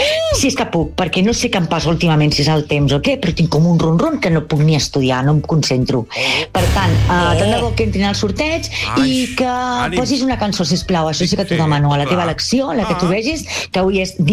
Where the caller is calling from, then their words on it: Sabadell, Catalonia, Spain; de Sabadell.